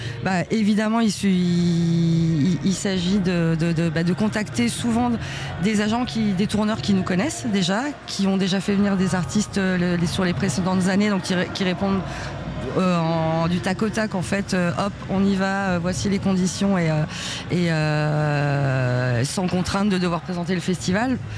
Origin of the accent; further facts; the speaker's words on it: Paris, Île-de-France, France; Je suis parisienne